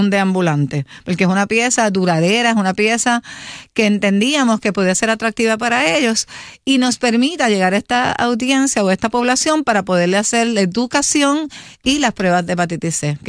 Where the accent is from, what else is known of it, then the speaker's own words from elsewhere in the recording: Puerto Rico; donde único le dicen en el mundo mahones a esta pieza somos los puertorriqueños.